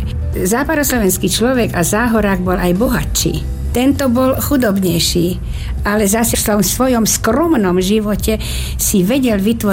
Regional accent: Žilina Region, Slovakia; my sme teda pochádzali z Turca

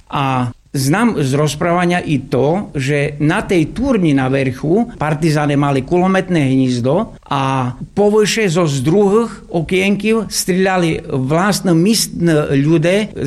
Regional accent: Piskorovce, Prešov Region, Slovakia; U nás v Pískorivcoch bol hlavný láger tu v tejto oblasti, partizánske láger dumám.

